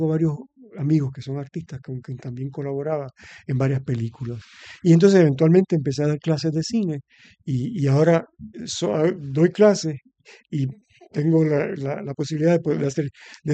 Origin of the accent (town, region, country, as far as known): Aguada, Puerto Rico; born or raised there; now in New York, United States